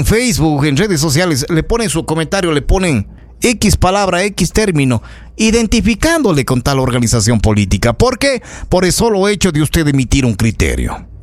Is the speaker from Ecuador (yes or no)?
yes; Ecuador; nosotros como ciudadanos ecuatorianos